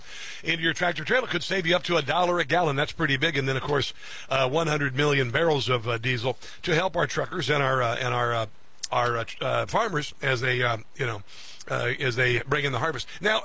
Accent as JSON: {"language": "English", "region": "Midwest", "country": "United States", "said": "I'm from the Midwest, the heartland. I've actually helped harvest. I've shelled corn."}